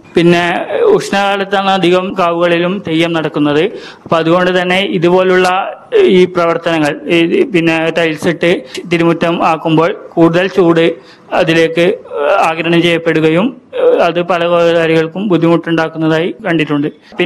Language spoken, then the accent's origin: Malayalam; Taliparamba, Kerala, India; ഞാൻ തളിപ്പുറമ്പ് സ്വദേശിയാണ്.